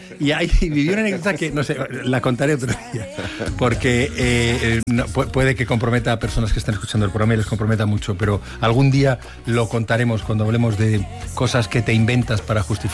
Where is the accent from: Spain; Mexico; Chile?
Spain; Medina del Campo, Castile and León; Oye, yo soy de Medina, que le conoce del cole.